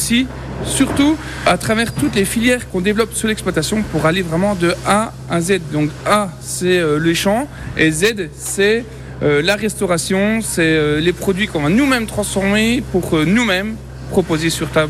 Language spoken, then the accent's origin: French; Besançon, Bourgogne-Franche-Comté, France; Non, je suis né à Besançon, voilà.